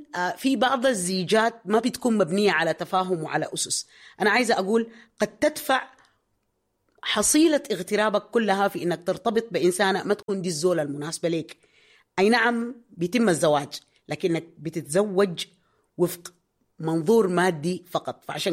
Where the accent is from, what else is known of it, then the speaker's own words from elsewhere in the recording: Sudan; لكن أصلا ما بيبقى زي بلدنا الحنين والحلو السودان.